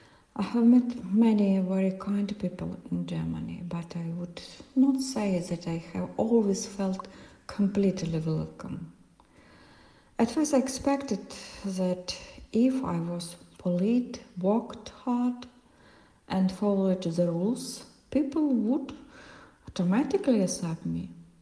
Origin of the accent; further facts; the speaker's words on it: Senegal; Once someone had my accent and asked me where I was actually from. I said Senegal, and the person asked again, but where are you really from?